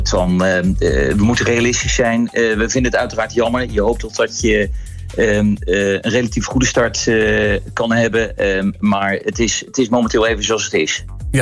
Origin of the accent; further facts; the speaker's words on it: South Holland, Netherlands; now in Eindhoven, Netherlands; Ik woon en werk al 28 jaar in Eindhoven. Dus ik heb het niet live meegemaakt. Eén keer op bezoek bij een vriendje vanuit het Rotterdamse, waar ik van origine kom.